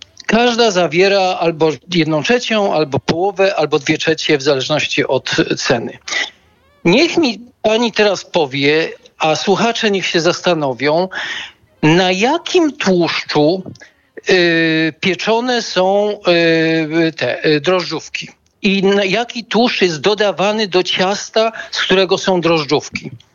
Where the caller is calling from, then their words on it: Lesser Poland, Poland; ja dzwonię z Małopolski